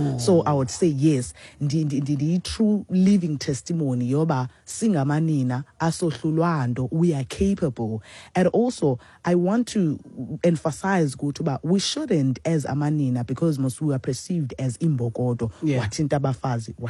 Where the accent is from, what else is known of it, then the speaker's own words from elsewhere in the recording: South Africa; So we should be able to recognize the fact that as South African women we come like a very long way, bra.